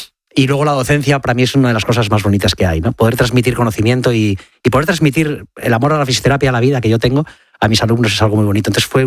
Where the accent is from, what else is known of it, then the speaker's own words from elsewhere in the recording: Community of Madrid, Spain; Curiosamente, Sara es gallega, yo soy madrileño